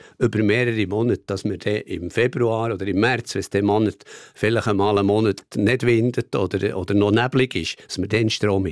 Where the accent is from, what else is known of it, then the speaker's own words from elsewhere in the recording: Bern, Switzerland; dass mir selbstverständlich ein Wasserkraftwerk als Berner Oberländer viel sympathischer ist als ein KKW.